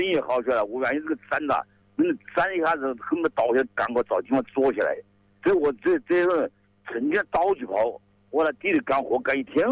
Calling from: Hanchuan, Hubei, China; 我汉城是马鞍乡楼洲村。

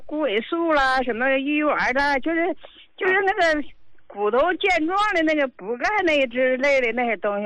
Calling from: Harbin, Heilongjiang, China; 我是哈尔滨的患者。

